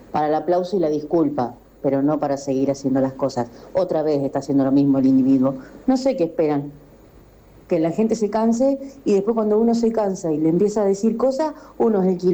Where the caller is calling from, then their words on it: Argentina; vivo en Entre Ríos y Muñoz, pegado a dicho lugar.